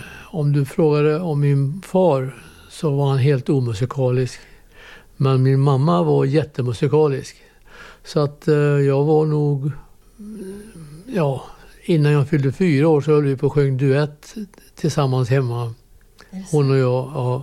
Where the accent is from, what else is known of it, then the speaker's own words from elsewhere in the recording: Floby, Västra Götaland County, Sweden; born there; accent: Västgötska; also born or lived in Norra Hammar, Jönköping / Hällabrottet; now in Vällingby, Sweden; Jag är född i Norra Hammar utanför Jönköping. Och sen flyttade mina föräldrar och mina syskon upp till Hällabrottet. Och därefter så flyttade vi till ett ställe som heter Floby. Och det ligger i Västergötland